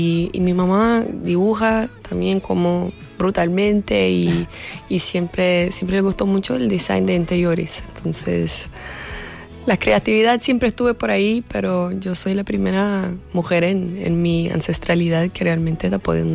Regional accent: Rio de Janeiro, Brazil; Spanish is a second language; Más o menos, yo soy de Rio de Janeiro, la mejor ciudad del mundo.

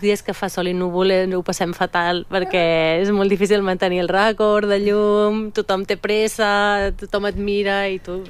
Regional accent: Tona, Catalonia, Spain; jo sóc de Manlleu, de Tona

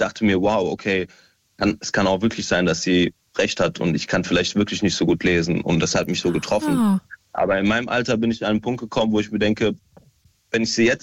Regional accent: United Arab Emirates; also born or lived in Syria; now in Germany; Also ich bin ursprünglich aus Syrien. Ich bin aus den Emiraten, aber nach Deutschland gezogen. Ich bin auch dort aufgewachsen.

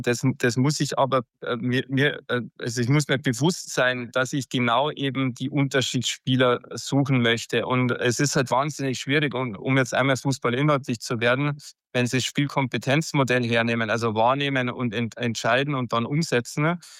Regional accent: Germany; als Deutscher

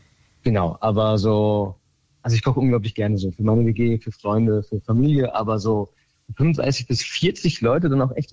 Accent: Giessen, Hesse, Germany; born there; Ich komme hier aus Gießen

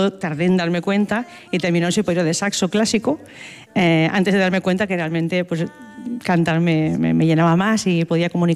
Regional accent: L'Olleria, Valencian Community, Spain; soy muy pues, de mi pueblo, de Lollería

